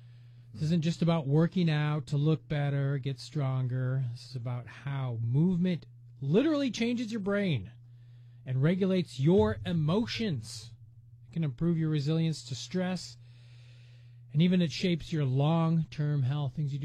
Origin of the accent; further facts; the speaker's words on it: Midwest, United States; now in Bethel, Alaska, United States; I'm originally from the Midwest, been a United States citizen, born into the U.S.